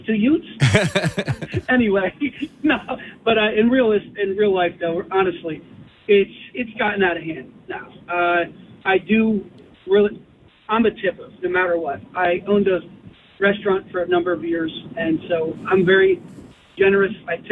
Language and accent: English; New Jersey, United States; now in Pennsylvania, United States; No, I was originally from New Jersey. I live in PA.